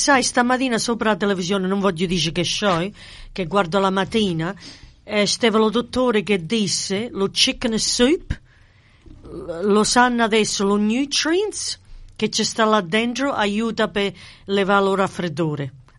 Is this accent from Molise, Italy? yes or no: no; Rome, Lazio, Italy; Io romano com'è.